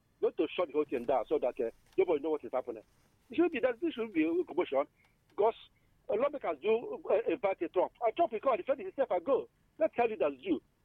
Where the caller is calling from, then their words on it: Anambra, Nigeria; And I come from Buka, Anambra State.